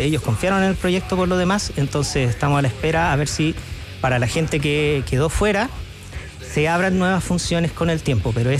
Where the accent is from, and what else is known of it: Chile